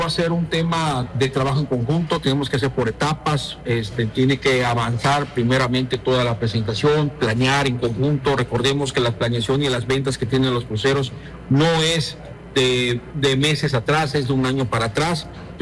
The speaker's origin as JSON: {"language": "Spanish", "town": "Cozumel", "region": "Quintana Roo", "country": "Mexico", "tie": "born there"}